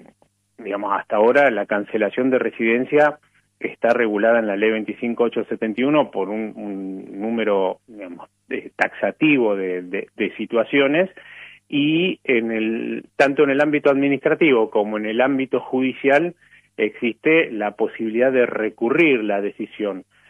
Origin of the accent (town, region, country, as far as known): Argentina